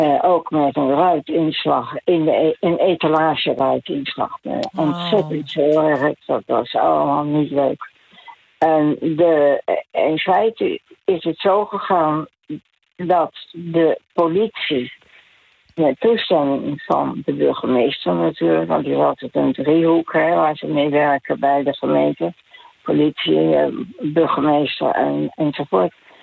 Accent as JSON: {"language": "Dutch", "town": "The Hague", "region": "South Holland", "country": "Netherlands", "said": "Ik kom daar eigenlijk uit Den Haag. Scheveningen geëvacueerd naar Den Haag door de bouw van Atlantic Wolf."}